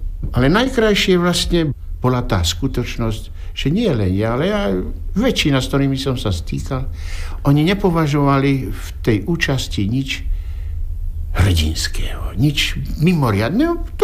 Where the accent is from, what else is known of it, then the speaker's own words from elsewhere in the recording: Banská Bystrica Region, Slovakia; môj rodný kraj, tak tá Banská Bystrica, ten rodný kraj